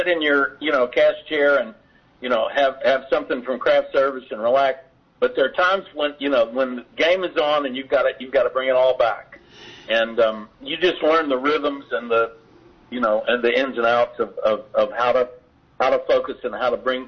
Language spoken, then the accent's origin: English; Memphis, Tennessee, United States; moved away; also born or lived in New York / Virginia / San Francisco; I'm from Memphis originally. I'm from the South, and if you're a Southerner, you're exposed to a lot of different Southern dialects. And I lived in New York. I lived in Virginia. I lived in San Francisco.